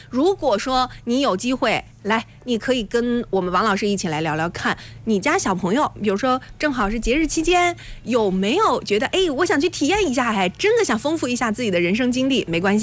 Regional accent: Shandong, China

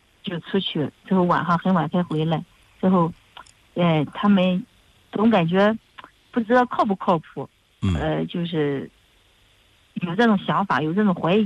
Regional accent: Mengyin, Shandong, China; 作为一个蒙阴人，作为一个土生土长的这个品牌，

